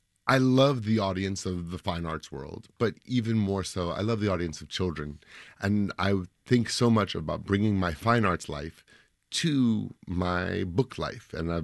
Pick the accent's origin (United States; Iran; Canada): United States; New York City, New York; and I love to walk, I'm a New Yorker, I walk